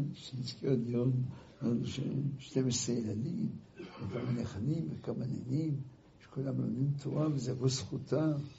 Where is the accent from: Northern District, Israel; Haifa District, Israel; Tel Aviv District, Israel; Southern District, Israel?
Haifa District, Israel; Haifa; אני גדלתי בחיפה, לפני 70 שנה.